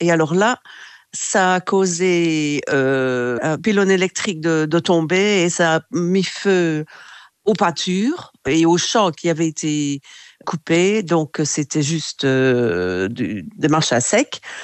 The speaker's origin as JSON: {"language": "French", "town": "Seraing", "region": "Wallonia", "country": "Belgium", "tie": "born or raised there", "moved": "yes", "lives_now": "Australia", "said": "moi j'ai grandi à Jemep, au milieu des usines."}